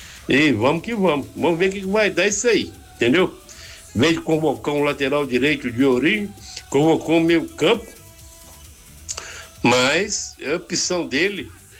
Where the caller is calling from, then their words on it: Brazil; nós somos brasileiros